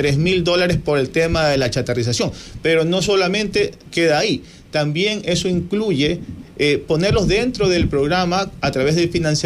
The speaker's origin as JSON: {"language": "Spanish", "town": "Portoviejo", "region": "Manabí", "country": "Ecuador", "said": "yo también soy manabita de Puerto Viejo"}